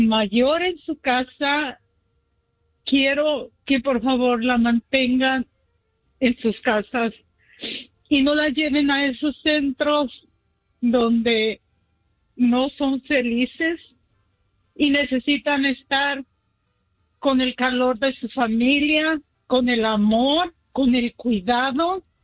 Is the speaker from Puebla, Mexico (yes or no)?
no; El Granjenal, Michoacán, Mexico; now in Orange County, United States; Nosotros estamos aquí en el condado de Orange y … Somos del Granjenal, Michoacán.